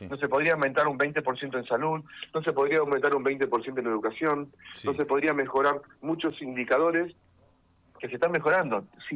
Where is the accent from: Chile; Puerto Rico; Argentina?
Argentina; nosotros nos criticamos como argentinos